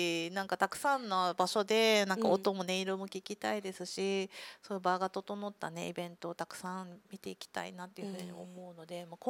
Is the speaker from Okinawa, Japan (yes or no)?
yes; Okinawa, Japan; 沖縄にこう生まれ育っているとそのなんだろうな、